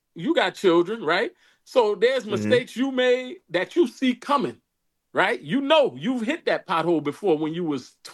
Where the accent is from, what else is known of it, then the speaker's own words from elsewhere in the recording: New Orleans, Louisiana, United States; growing up in New Orleans, you know, we had bumps.